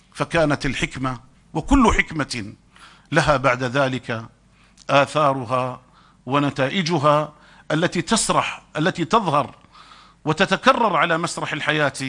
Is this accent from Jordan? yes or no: yes; Jordan; على بلدنا الأردن